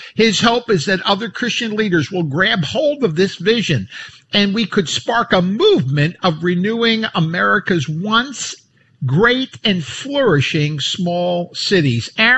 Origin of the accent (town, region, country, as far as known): New York City, New York, United States; born or raised there